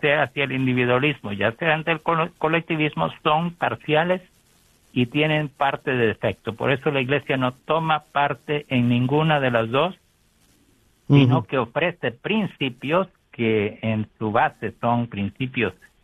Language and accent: Spanish; Nicaragua; yo soy de Nicaragua, ¿no?